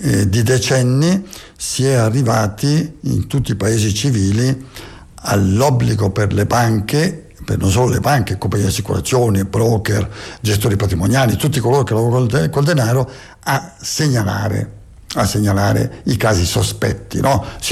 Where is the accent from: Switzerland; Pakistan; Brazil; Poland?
Switzerland; come svizzero ero da solo